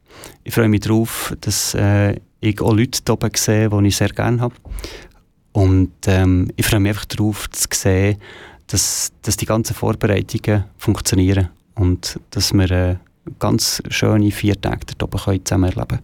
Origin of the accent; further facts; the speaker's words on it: Schlieren, Zurich, Switzerland; ich bin in Schlieren aufgewachsen